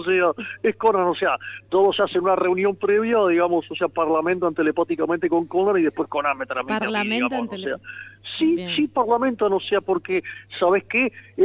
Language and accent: Spanish; Argentina; now in United States; O sea, ojalá que también nosotros como argentinos podamos celebrar y también poner nuestros colores patrios en Estados Unidos mañana 4 de julio.